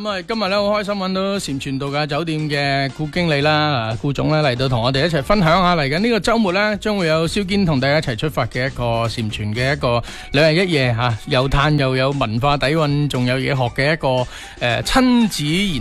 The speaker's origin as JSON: {"language": "Cantonese", "region": "Guangdong", "country": "China"}